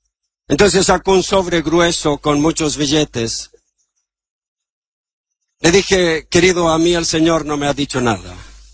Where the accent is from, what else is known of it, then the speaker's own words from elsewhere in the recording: Chile; Yo estaba en mi país, en la comuna de Maipú